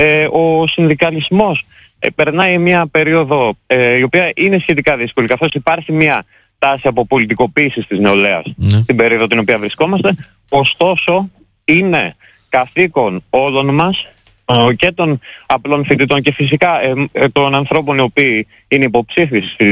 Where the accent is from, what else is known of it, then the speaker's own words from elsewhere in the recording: Amfilochia, Western Greece, Greece; Είμαι από την Αμφιλοχία της Λοκαρνανίας.